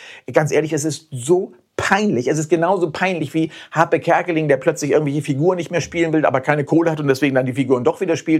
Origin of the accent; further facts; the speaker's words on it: Hamburg, Germany; moved away; also born or lived in Cologne; als Hamburger Heterosexuelle